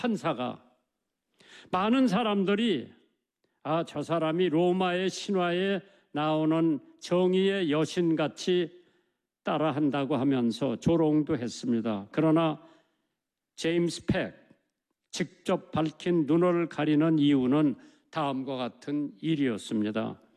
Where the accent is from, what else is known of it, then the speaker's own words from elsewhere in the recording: South Korea; 우리 한국 사람들은 generous 앨러스가 존경한다고 하지만은 제가 본 한국 사람들은 체면을 많이 생각을 해요.